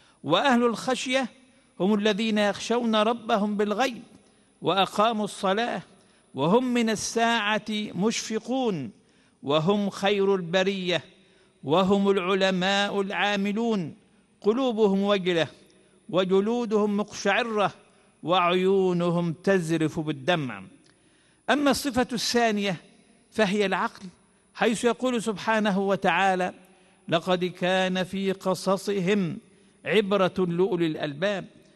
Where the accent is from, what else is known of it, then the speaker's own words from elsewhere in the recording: Egypt; بلدنا الحبيبة مصر